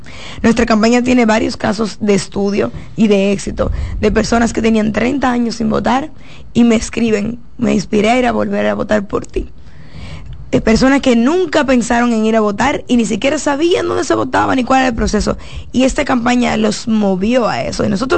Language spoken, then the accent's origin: Spanish; Santo Domingo Oeste, Santo Domingo, Dominican Republic; yo que vengo de Santo Domingo Oeste, de Querrera, que es una zona industrial que siempre lo ha sido punta de lanza de este país